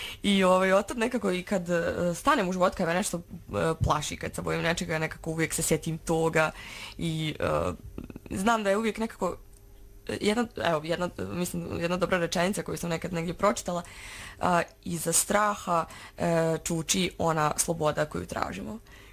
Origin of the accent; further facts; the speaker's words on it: Srbac, Republika Srpska, Bosnia & Herzegovina; Mi kući, ja sam iz Srpca na selu